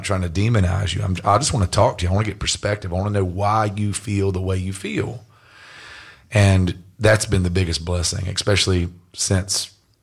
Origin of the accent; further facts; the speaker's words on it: North Carolina, United States; moved away as an adult; I'm a redneck from North Carolina, like, I never left this state until I was 18 years old.